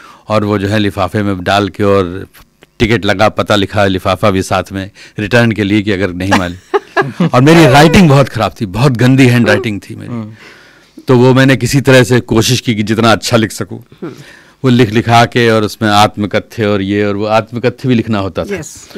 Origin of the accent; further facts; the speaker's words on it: Rae Bareli, Uttar Pradesh, India; मैं आया हूँ रायबरेली से, रायबरेली का रहने वाला हूँ.